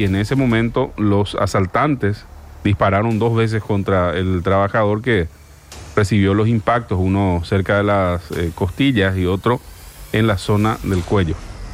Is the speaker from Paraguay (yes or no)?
yes; Paraguay; todos nosotros como paraguayos